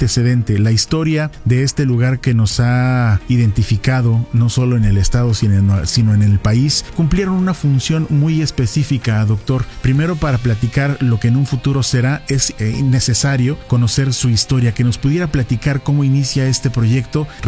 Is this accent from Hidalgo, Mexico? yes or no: yes; Tulancingo, Hidalgo, Mexico; quienes nacimos y crecimos en Tulancingo